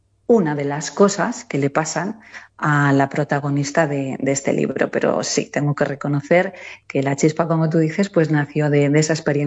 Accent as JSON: {"language": "Spanish", "town": "Soria", "region": "Castile and León", "country": "Spain", "said": "pero hoy me ha tocado Soria, que es mi tierra, mi casa."}